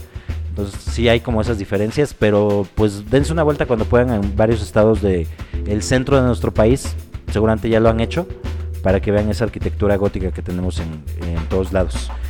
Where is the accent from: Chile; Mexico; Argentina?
Mexico; todo el acercamiento que tenemos a la muerte como mexicanos